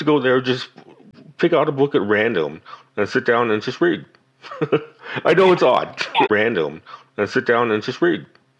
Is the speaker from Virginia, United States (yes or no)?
no; California, United States; now in Belen, United States; when I first came here, and I'm from California, from the San Francisco Bay Area, it's much different than it is here.